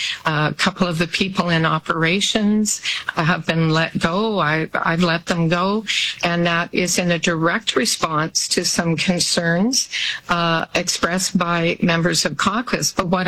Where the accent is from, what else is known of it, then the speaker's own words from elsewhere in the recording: British Columbia, Canada; now in Abbotsford, Canada; Because Abbotsford Mission is very much small community life that I grew up with on Vancouver Island, I felt very comfortable here from the moment she suggested it.